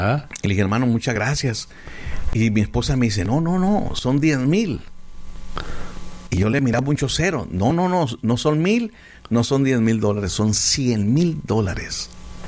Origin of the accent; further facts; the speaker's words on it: San Luis Potosí, Mexico; Es que Dios nos habló a mi esposa y a mí que tenemos que abrir una iglesia en mi pueblito o campus San Luis Potosí.